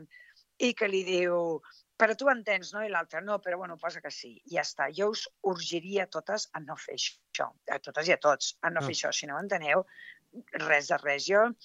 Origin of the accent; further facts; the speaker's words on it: Tarragona, Catalonia, Spain; also born or lived in Morella; Jo soc de Tarragona, meitat de Tarragona, meitat de Morella, i Tarragona m'assemblava una ciutat més gran, no?